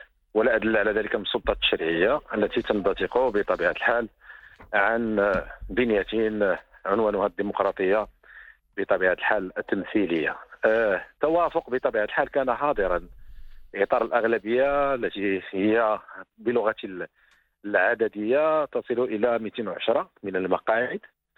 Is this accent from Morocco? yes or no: yes; Morocco; نحن مغاربة ونعيش